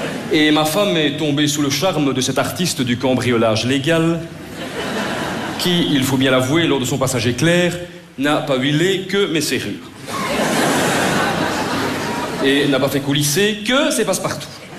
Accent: Brussels, Brussels-Capital Region, Belgium; born there; Je suis né à Bruxelles. Je suis un humoriste belge

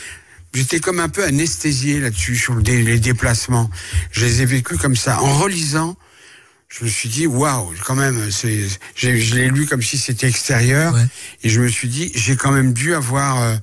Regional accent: France; born there; ma mère, on lui a pris un billet de bateau et elle a traversé l'Atlantique et je suis né en France avec elle.

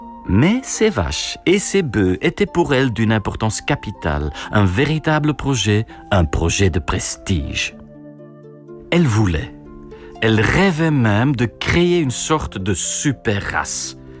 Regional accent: Flanders, Belgium; dans la campagne, de Kempen, comme on dit nous, là d'où je viens, la région à l'est d'Anvers

